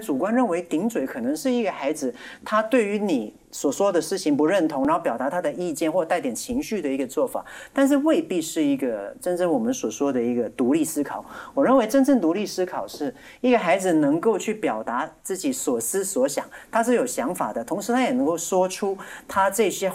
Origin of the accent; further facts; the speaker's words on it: Hong Kong; moved away as an adult; also born or lived in United States; now in Taiwan; 我从小在香港出生长大，18岁才去美国。